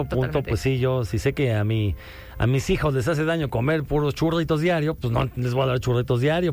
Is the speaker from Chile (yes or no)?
no; Mexico